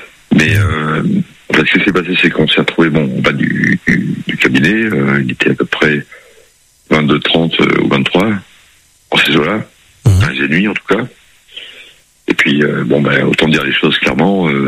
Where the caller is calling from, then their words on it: Pau, Nouvelle-Aquitaine, France; moi, je suis de Pau